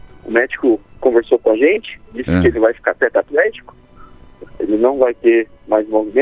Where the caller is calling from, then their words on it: Boa Vista da Aparecida, Paraná, Brazil; Ah, eu sou de Boa Vista da Aparecida, Paraná.